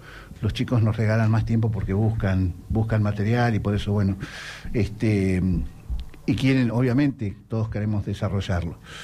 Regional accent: Argentina

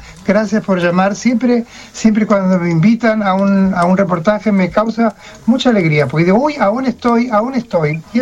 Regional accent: Argentina; son cosas muy conmovedoras en vivirlas como argentino para mí.

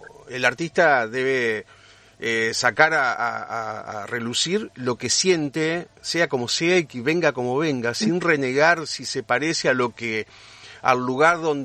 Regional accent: Entre Ríos, Argentina

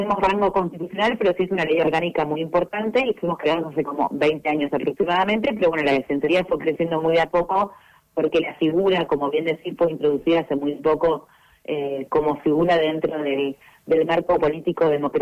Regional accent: Argentina

